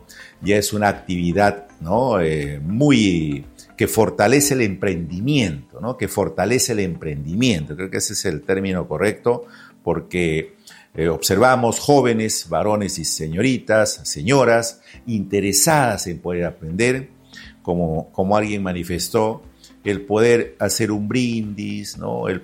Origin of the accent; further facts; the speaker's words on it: Peru; somos peruanos